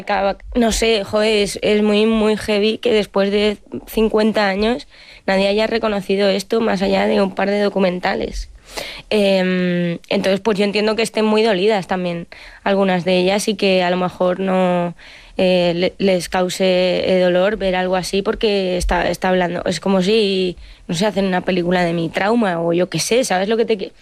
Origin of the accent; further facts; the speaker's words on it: Madrid, Community of Madrid, Spain; yo por lo menos en mi caso viví una adolescencia en la que yo también que soy de Madrid y el feminismo pues en 2019-2018 era una locura